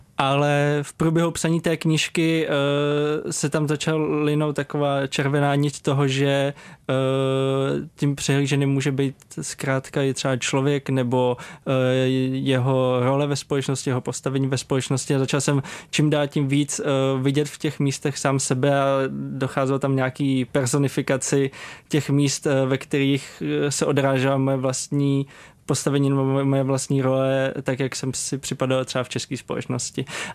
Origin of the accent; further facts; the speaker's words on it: Jablonec nad Nisou, Liberec Region, Czechia; Asi úplně na začátku bylo to, že jsem vyrůstal v Jablonci nad Nisou, což je hezké město, rád se tam vracím